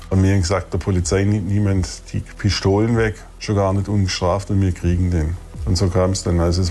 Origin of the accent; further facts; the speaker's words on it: Baden-Württemberg, Germany; Landschaftlich ist es genauso schön wie bei mir im Schwarzwald. Ich komme ja aus dem Schwarzwald